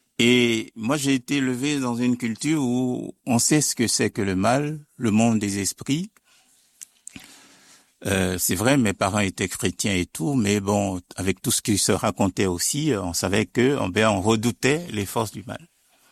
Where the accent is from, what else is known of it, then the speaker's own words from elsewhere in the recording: Côte d’Ivoire; moved away as an adult; also born or lived in Switzerland; Alors moi, je suis originaire de la Côte d'Ivoire.